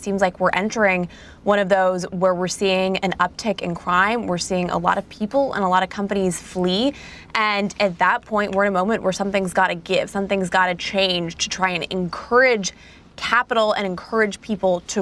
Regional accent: New York, United States; I'm a New Yorker.

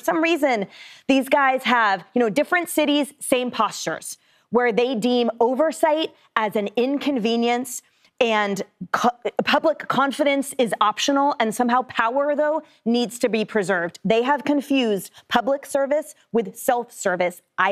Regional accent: California, United States; the Californian at the table

